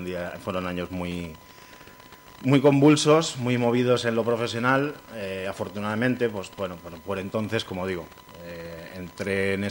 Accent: Catalonia, Spain; born there; moved away as an adult; now in Calatayud, Spain; soy catalán de nacimiento, pero de padre bilbilitano y, bueno, por circunstancias de la vida acabé aquí, ya sentando raíces y, como digo, desde hace 15 años, desde 2010, 16 ya, que estoy por aquí

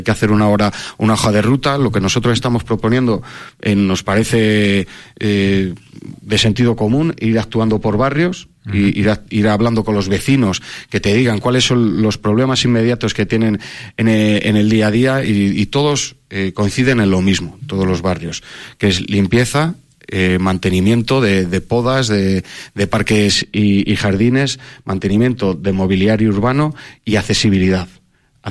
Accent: Medina del Campo, Castile and León, Spain; mi pueblo, de mi villa, de mi ciudad. A mí me gustaría presumir de Medina del Campo.

